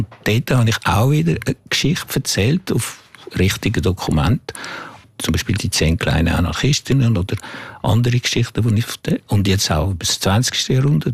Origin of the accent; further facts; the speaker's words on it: Switzerland; Aber ich habe geschrieben als ein Schweizer oder irgendwie, wo das geht anschauen. Und nicht als ein Franzose, der jetzt da etwas erzählen will.